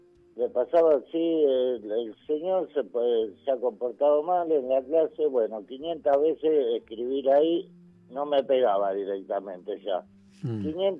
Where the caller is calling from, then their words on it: Santa Teresita, Buenos Aires Province, Argentina; De Santa Teresita